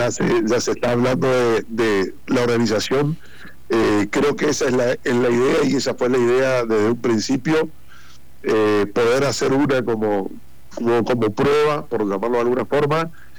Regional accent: Argentina

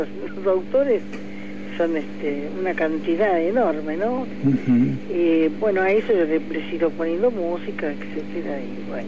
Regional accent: Buenos Aires, Argentina; born there; Yo nací en Buenos Aires, pero me hice en Río.

